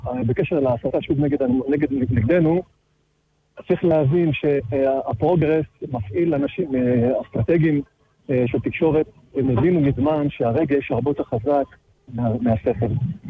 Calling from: Petah Tikva, Central District, Israel; פתח תקווה.

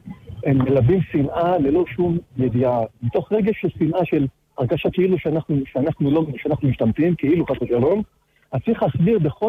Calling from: Petah Tikva, Central District, Israel; פתח תקווה.

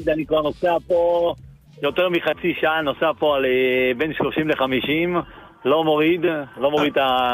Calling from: Beit Shemesh, Jerusalem District, Israel

